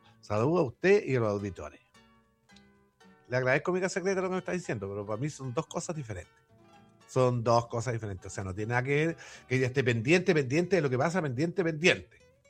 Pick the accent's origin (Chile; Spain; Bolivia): Chile; yo creo que todos somos chilenos.